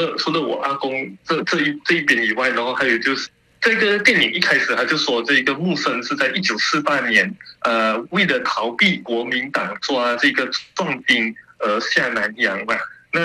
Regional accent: Malaysia; accent: Malaysian; 我用我们马来西亚的口音，

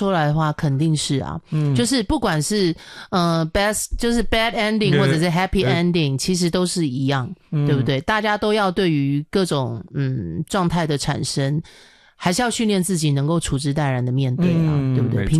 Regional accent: Taipei, Taiwan; 以我一个在台北生活的这样，因为我们从小可能就是在台北长大

